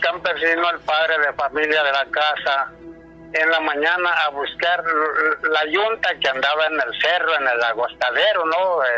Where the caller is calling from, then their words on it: Hermosillo, Sonora, Mexico; de Hermosillo, que te está marcando.